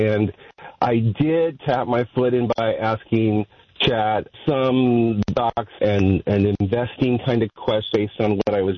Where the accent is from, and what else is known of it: California, United States; now in Michigan, United States